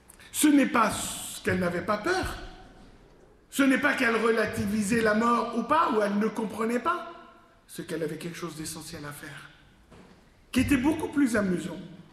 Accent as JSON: {"language": "French", "country": "Lebanon", "tie": "born or raised there", "moved": "yes", "said": "moi qui avais grandi dans un pays qui était en pleine guerre. Je suis Libanais d'origine, je vivais dans un pays qui était en guerre civile."}